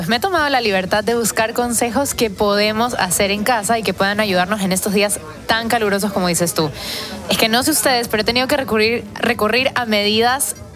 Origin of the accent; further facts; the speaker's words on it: Ecuador; una de las ciudades más calurosas de mi país, Ecuador. Y bueno, hay que tener en cuenta que el calor en mi país es húmedo